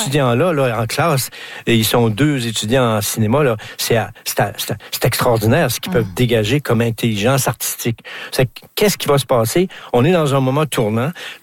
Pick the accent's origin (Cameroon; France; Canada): Canada; Quebec; accent: Québécois